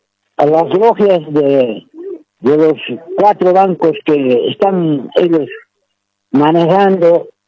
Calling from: Punata Province, Cochabamba, Bolivia; Yo te estoy llamando de aquí, de Valle Alto, la provincia de Punata.

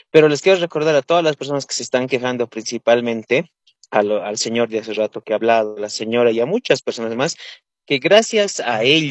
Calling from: La Paz, Bolivia; yo le estoy llamando desde la ciudad de La Paz, aquí peregrinando en una fila por gasolina

